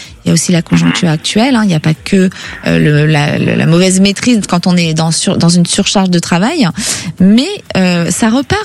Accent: Villejuif, Île-de-France, France; Moi, j'ai grandi à côté, à Villejuif.

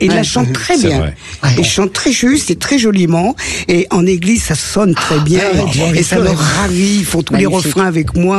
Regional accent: Auvergne-Rhône-Alpes, France; dans mon village natal. Oui, à côté du lac.

